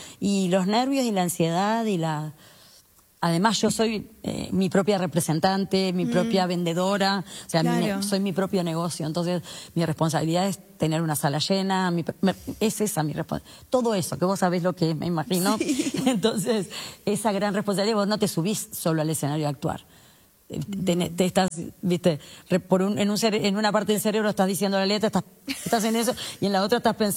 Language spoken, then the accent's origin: Spanish; Punta del Este, Maldonado, Uruguay; Soy de Punta del Este, en Punta del Este. Y sí, y siempre, y me, digamos, estudié en Montevideo también